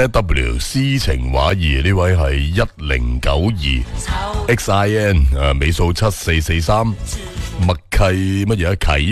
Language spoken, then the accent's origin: Cantonese; Guangdong, China; 定还是我哋广东话嘅老虎乸